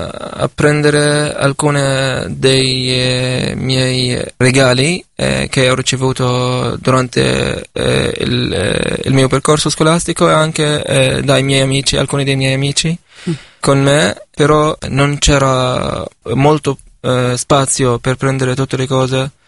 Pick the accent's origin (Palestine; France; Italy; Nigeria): Palestine; Rafah, Gaza Strip; moved away; sono nato e cresciuto a Rafah, ho vissuto tutta la mia vita lì. Solo durante la guerra di 2014 avevamo bisogno di uscire da lì, sfollare